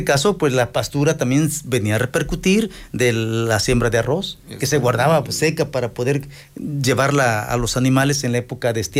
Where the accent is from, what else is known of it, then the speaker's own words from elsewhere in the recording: Raboso, Puebla, Mexico; en mi población, ¿no?, en mi pueblo Raboso, que quiero mucho